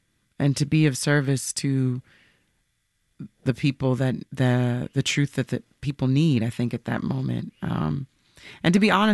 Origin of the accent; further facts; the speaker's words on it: New York City, New York, United States; of course, like growing up in New York and being able to perform.